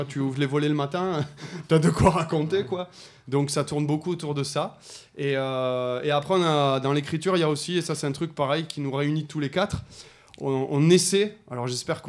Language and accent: French; France; first language French; moi, je suis français. Ma langue maternelle, c'est le français. C'est celle que je manie le mieux.